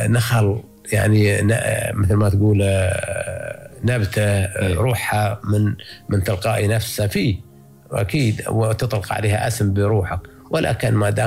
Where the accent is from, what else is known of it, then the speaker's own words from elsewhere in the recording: United Arab Emirates; بمفهومنا نحن كاماراتيين